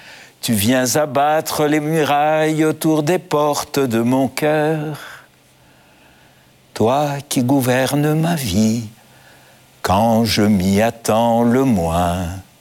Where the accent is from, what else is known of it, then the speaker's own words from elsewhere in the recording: Athens, Attica, Greece; moved away as an adult; now in France; Comme Obélix, je suis tombé dedans quand j'étais petit, en Grèce. Ma famille était très, très chrétienne, très pratiquante. Et puis après, dans ma scolarité, pendant 12 ans, j'étais dans une école des frères maristes, mm-hmm, à Athènes.